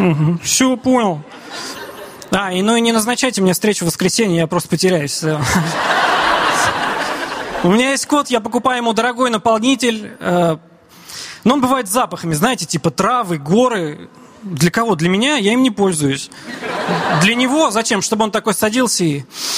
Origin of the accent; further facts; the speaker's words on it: Armenia; Да, я женат, и армяне в браке носят кольца на левой руке, еще мы крестимся слева направо. Мы такие реверсивные православные, знаете.